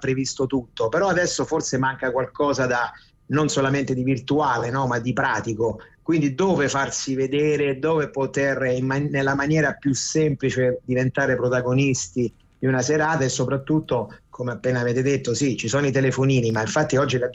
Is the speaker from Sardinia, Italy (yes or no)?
no; Rome, Lazio, Italy; l'Italia è sempre il mio paese, ma Roma soprattutto è la mia città, quindi comunque mi fa bene stare un po' qua e un po' di là.